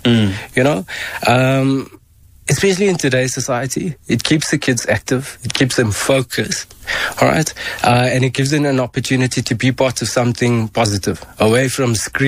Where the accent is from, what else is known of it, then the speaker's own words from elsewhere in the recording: Benoni, Gauteng, South Africa; Football, man. I'm from Benoni.